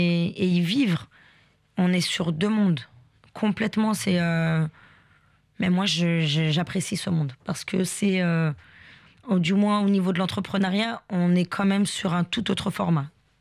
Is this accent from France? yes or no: yes; Paris, Île-de-France, France; moved away as an adult; also born or lived in Marseille; Et j'ai dit, bah, je viens de Paris.